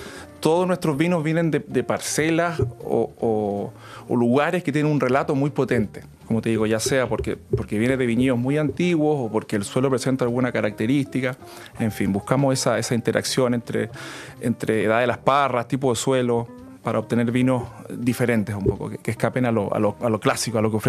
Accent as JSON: {"language": "Spanish", "country": "Chile", "said": "ahí les contamos que somos chilenos"}